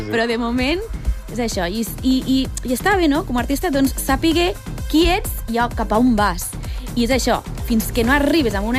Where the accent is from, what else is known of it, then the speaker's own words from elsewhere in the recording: Lleida, Catalonia, Spain; Som de Lleida, tu també.